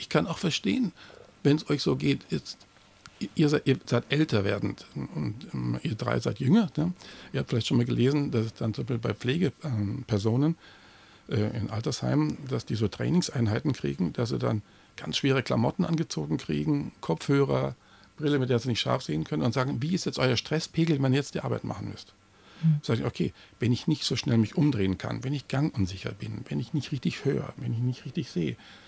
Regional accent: Bavaria, Germany; Und ich bin alt genug zu sagen, ich komme aus Bayern, da gab es wirklich üblen Wirtshausschlägereien mit zerbrochenen Maskrügen.

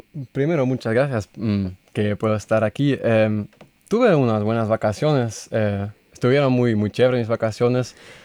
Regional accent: Hannover, Lower Saxony, Germany; Spanish is a second language; También fui a Hannover, porque yo soy de Hannover y sí, visité a mi familia, a mis hermanas y a mis padres.

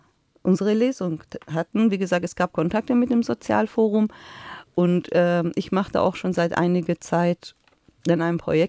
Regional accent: Iran; also uns hat, also mir persönlich als Iranerin hat die Anteilnahme sehr gefehlt.

